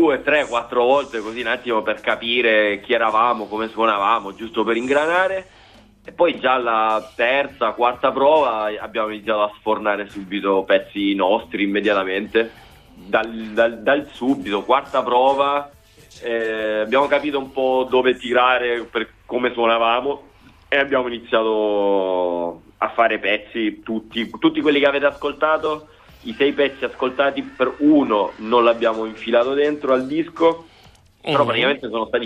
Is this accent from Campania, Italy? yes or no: no; Sanarica, Apulia, Italy; moved away as an adult; also born or lived in Bologna / Spain; now in Padua, Italy; io vengo da, vabbè, sono di Lecce, provincia, Sanarica